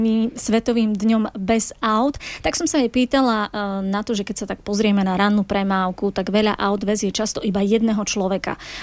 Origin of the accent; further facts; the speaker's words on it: Poland; Slovak is a second language; now in Slovakia; Pochádzam z Poľska a ešte keď som tam žil, prešiel som na bicykli trasu okolo Bane na Hnedé uhlie v Belchatúve.